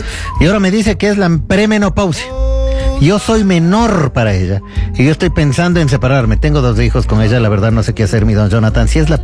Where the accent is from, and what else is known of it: Ecuador